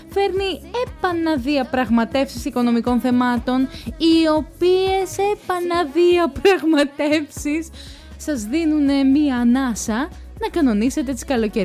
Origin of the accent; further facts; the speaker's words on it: Aliveri, Central Greece, Greece; Διότι είμαστε από χωριό. Είμαστε από το Αλιβέρι. Είμαστε αρβανίτες.